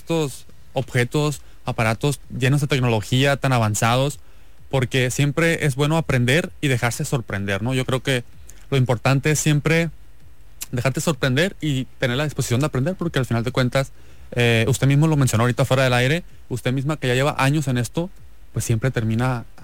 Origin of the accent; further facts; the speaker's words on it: Guamúchil, Sinaloa, Mexico; Muy contentos mis compañeros y yo que venimos desde la ciudad de Guamúchil.